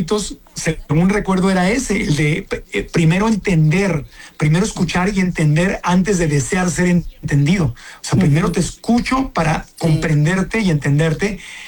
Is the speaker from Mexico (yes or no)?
yes; Acapulco, Guerrero, Mexico; Yo tengo casa en Acapulco. Mi abuelita es de Acapulco. Yo crecí en Acapulco.